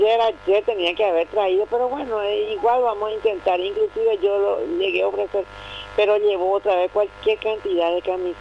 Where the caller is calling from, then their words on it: Paraguay; amamos esta bendita tierra paraguaya, porque yo amo tanto mi tierra